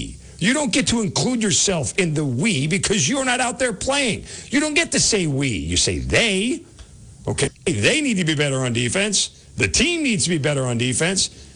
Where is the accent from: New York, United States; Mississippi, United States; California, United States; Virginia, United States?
New York, United States; New York City; Can I say this as a New Yorker, a native New Yorker, and somebody who couldn't afford to go to game 3 or 4?